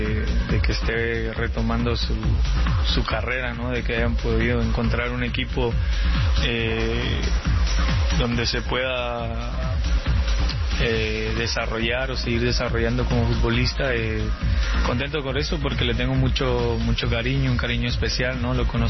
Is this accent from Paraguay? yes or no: no; Mexico